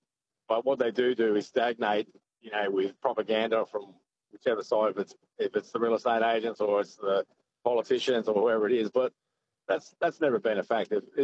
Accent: Canberra, Australian Capital Territory, Australia; I mean, I was formerly from Canberra, and we've had a Labor government there for a long time

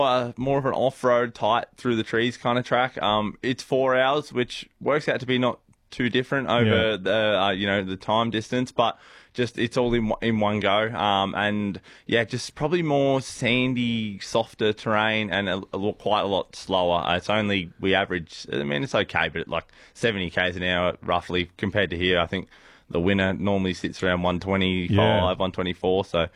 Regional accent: Mildura, Victoria, Australia; We're from Mildura.

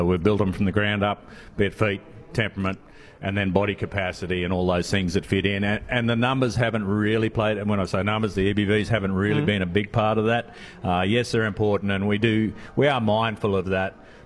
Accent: Queensland, Australia; I am a Queenslander.

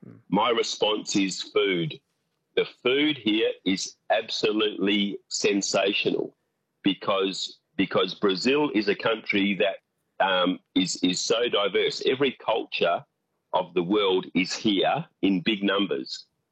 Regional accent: Western Australia, Australia; I know, I'm a farmer from Western Australi

